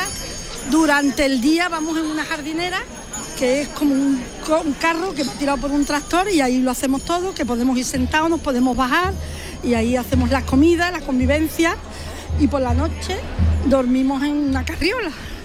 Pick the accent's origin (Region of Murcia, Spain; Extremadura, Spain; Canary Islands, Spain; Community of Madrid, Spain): Extremadura, Spain; Badajoz; born there; also born or lived in Gines, Seville; now in Seville, Spain; yo soy extremeña porque nací en Extremadura, soy de Badajoz.